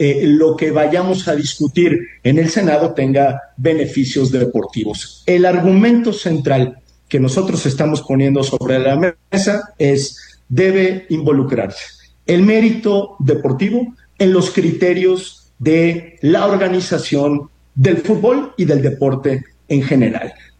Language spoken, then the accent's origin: Spanish; Guadalajara, Jalisco, Mexico; yo soy de Guadalajara